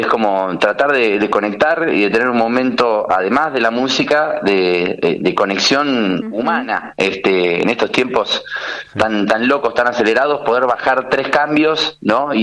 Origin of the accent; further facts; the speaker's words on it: Mar del Plata, Buenos Aires Province, Argentina; De Mar del Plata.